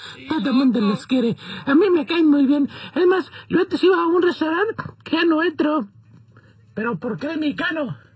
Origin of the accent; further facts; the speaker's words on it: Spain; Bueno, ¿yo por qué? Porque soy español, ¿verdad?